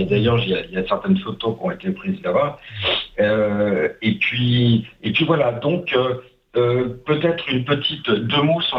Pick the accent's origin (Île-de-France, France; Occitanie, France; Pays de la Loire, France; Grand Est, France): Grand Est, France; now in Saint-Gély-du-Fesc, France; aussi bien de la région du Languedoc, qui est ma région adoptive, que de la Champagne, qui est ma région natale.